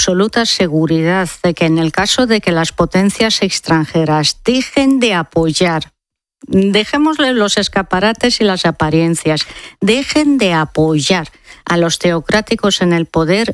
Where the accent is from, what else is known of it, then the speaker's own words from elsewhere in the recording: Iran; Spanish is a second language; now in Spain; Totalmente. Yo soy afortunadamente tan iraní como española, tan española como iraní.